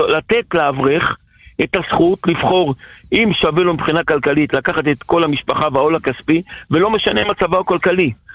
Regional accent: Jerusalem, Jerusalem District, Israel; אני מירושלים.

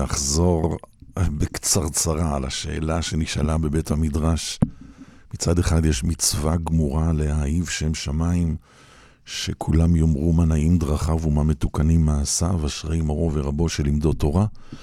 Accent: Petah Tikva, Central District, Israel; אני יליד פתח תקווה, בן לניצולי שואה

